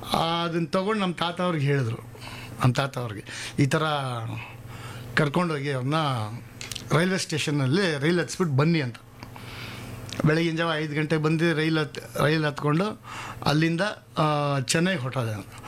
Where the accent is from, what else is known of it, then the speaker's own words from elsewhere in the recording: Bengaluru, Karnataka, India; ಇದೇ ಬೆಂಗಳೂರು.